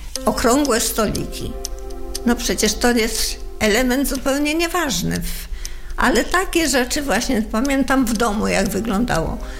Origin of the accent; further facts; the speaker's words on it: Łódź, Łódź Voivodeship, Poland; born there